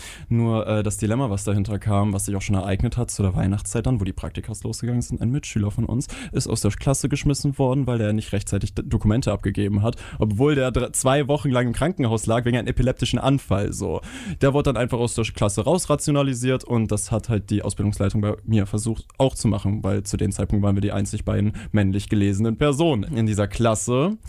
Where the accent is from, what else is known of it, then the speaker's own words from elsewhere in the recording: Rothenburg, Germany; moved away as an adult; now in Hanover, Germany; Richtig, ich bin in Hannover, weil ich dort bin für meine Ausbildung nach Hannover gezogen. Ich komme ja ursprünglich aus Rothenburg